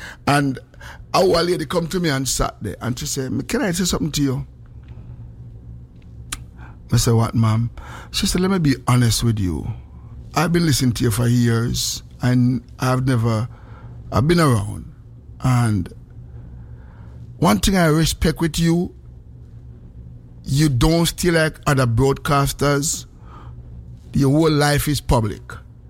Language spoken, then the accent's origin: English; Philippines; I am from the Philippines, sir.